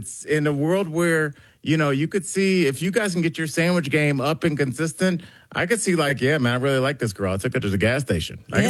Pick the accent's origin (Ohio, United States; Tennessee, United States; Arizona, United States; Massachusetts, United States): Ohio, United States; Cleveland